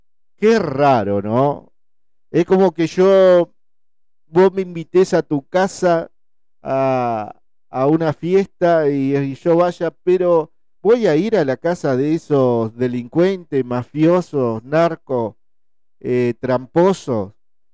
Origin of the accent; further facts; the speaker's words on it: Argentina; No todos somos buenos los argentinos